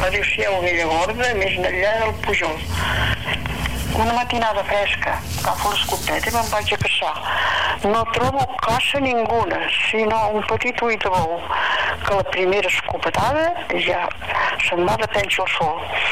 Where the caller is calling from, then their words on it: Santa Pau, Catalonia, Spain; de Santa Pau, que és ben dit del veïnat dels Arts, que en diuen el veïnat dels Arts perquè tenim el santuari de la Mare de Déu dels Arts